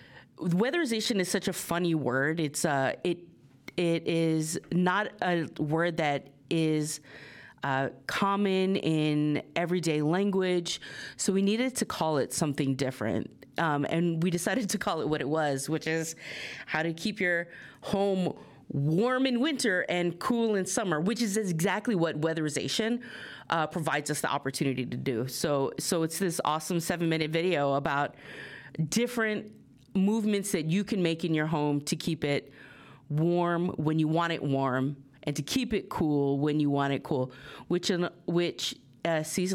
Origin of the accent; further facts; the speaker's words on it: Guam; now in Burlington; I remember growing up on Guam